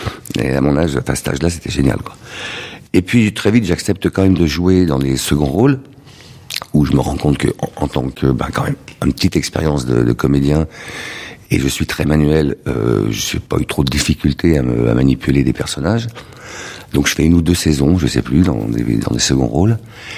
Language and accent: French; Lyon, Auvergne-Rhône-Alpes, France; J'ai grandi dans le vieux Lyon, donc j'ai toujours vu l'image de Guignol.